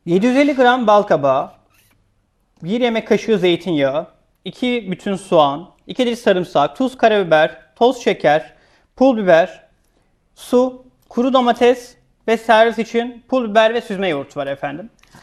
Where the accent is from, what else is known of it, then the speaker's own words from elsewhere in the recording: Denizli, Turkey; Ama özellikle biz Ege'liyiz biliyorsun. Sen İzmirlisin, ben Denizli'yim.